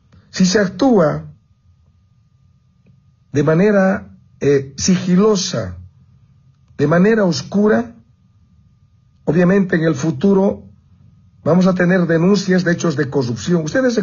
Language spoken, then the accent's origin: Spanish; Bolivia; Son preguntas que nos hacemos los bolivianos